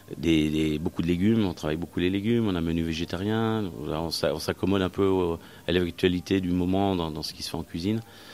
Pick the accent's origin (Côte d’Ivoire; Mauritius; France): France; Bourg-en-Bresse, Auvergne-Rhône-Alpes; moved away; also born or lived in Lyon; même si je suis pas d'ici, je suis lyonnais, enfin même de Bourg-en-Bresse.